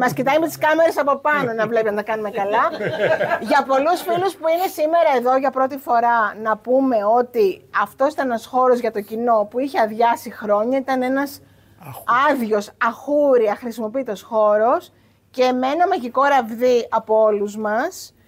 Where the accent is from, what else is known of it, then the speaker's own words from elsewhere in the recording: Skiathos, Thessaly, Greece; Επειδή πρόσφατα γύρισα τώρα από τη Σκιάθο και είμαι από τη Σκιάθο, ήμουν στα Γιάννενα.